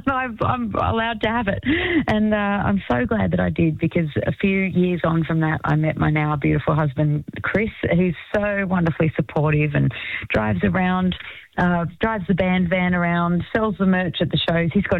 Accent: Wamboin, New South Wales, Australia; I grew up in an area called Womboyne. So not Wombian, not the Wombian case. Womboyne. It's near Bungendore, on the outskirts of Canberra.

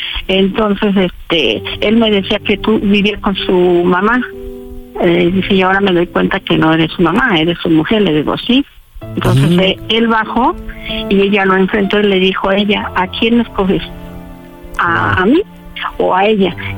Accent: Nezahualcóyotl, State of Mexico, Mexico; Yo soy del municipio de Nezahualcóyotl.

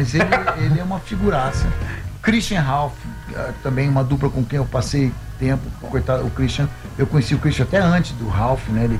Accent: Rio de Janeiro, Brazil; Eu sou carioca.

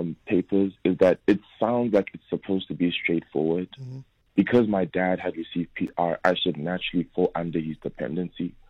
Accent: South Africa; also born or lived in Nigeria; even though I grew up here, even though I speak like an all boys kid sometimes. You know, I grew up here.

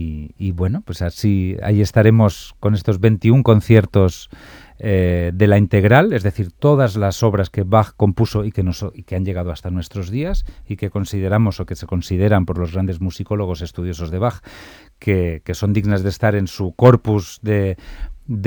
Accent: Valencia, Valencian Community, Spain; also born or lived in Santiago de Compostela; de mi ámbito local de Valencia, de donde yo soy y donde vivía en aquel momento

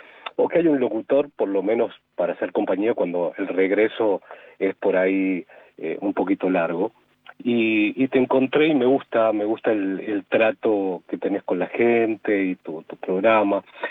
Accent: San Juan, Argentina; Hola, ¿qué tal? … de San Juan.

